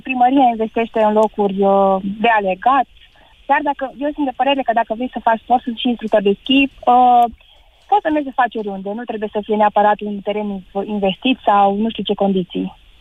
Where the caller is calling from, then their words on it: Toplița, Harghita County, Romania; Eu sunt din Toplița din Harghita și vreau să zic că aici e și un oraș micuț.